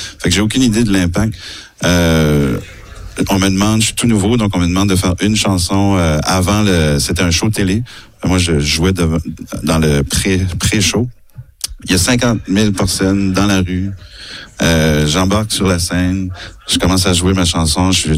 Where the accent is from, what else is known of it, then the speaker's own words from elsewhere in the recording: Pointe-Verte, New Brunswick, Canada; on est une petite famille. Il y en a pas beaucoup de … Acadie. Puis on est tous de Pointe-Verte.